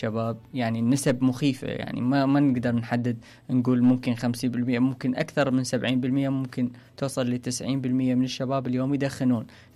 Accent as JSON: {"language": "Arabic", "country": "Iraq"}